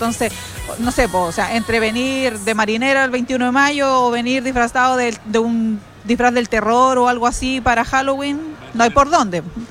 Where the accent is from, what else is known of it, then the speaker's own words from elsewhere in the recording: Chile; para que no andemos a última hora como buen chileno